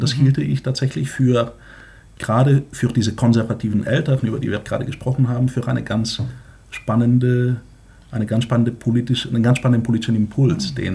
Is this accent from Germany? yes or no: no; Bulgaria; Übrigens wie in meiner Heimat Bulgarien, da ähnelt sich Sachsen mit meiner Heimat ganz doll